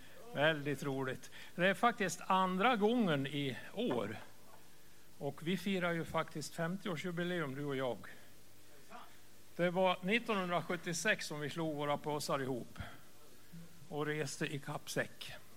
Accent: Sågmyra, Dalarna County, Sweden; born there

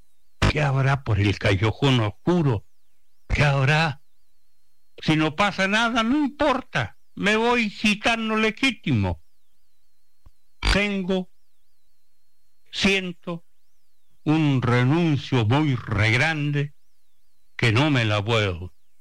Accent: Chile; Lo que sucedió en mi país era un grito anunciado.

